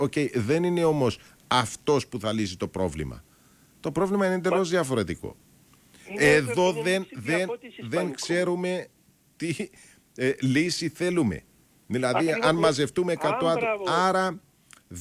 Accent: Cyprus; είμαστε Έλληνες της Κύπρου

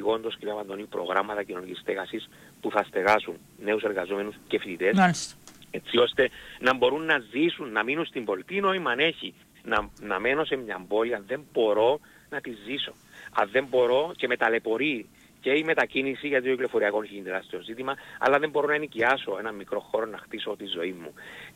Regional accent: Limassol, Limassol District, Cyprus; καθώς ζω την πόλη μου, ζω τη Λεμεσό

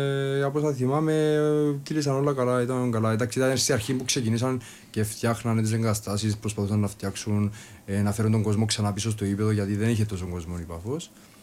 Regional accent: Empa, Paphos District, Cyprus; Είμαι από την Πάφο, ναι. Καταγωγή μου από την Έμπα της Πάφου.

